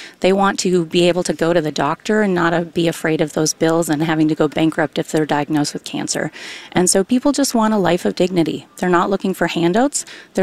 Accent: Hermantown, Minnesota, United States; I grew up in Hermantown to a very working-class union family. My dad was a carpenter and worked at the paper mill. My mom was a nurse for 42 years at St. Essentia.

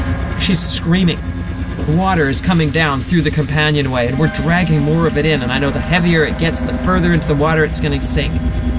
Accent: Victoria, British Columbia, Canada; We could see the lights of Victoria. They're all spread out. I mean, that's it. That's my hometown.

